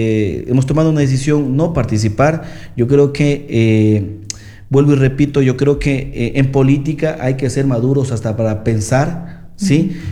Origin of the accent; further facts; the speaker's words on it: San Pedro de Vilcabamba, Loja, Ecuador; el desarrollo tanto de mi parroquia, de mi cantón y también de mi provincia de Loja.